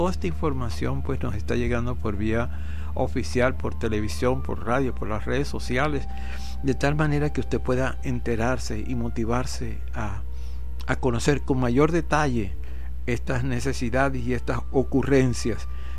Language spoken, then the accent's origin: Spanish; Venezuela; Nosotros nos conocemos como venezolanos